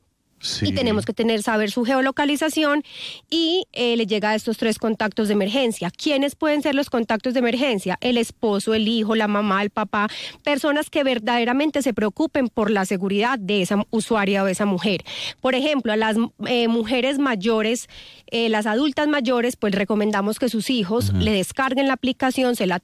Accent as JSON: {"language": "Spanish", "region": "Antioquia", "country": "Colombia", "said": "soy antioqueña de 36 años. Soy mamá."}